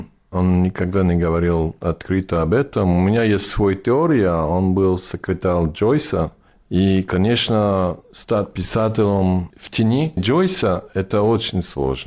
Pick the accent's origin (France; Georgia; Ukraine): France; first language English; Russian is a second language; moved away as an adult; also born or lived in New York; now in Barcelona, Spain; Я просто иммигрант, можно сказать. Мы эмигрировали во Франции, когда я был ребенок. И вот я вырос во Франции. Это тоже мой язык, потому что у меня было 3 года, когда мы приехали.